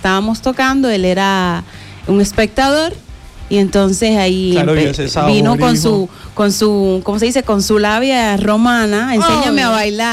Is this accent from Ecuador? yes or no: no; Cuba; En Cuba, crecí en Cuba, me crié con mis abuelitos, y esa señora vivía enfrente